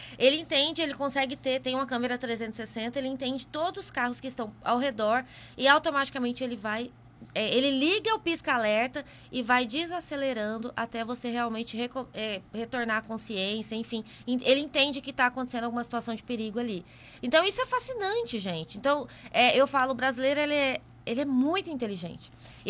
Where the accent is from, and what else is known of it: Mato Grosso, Brazil; moved away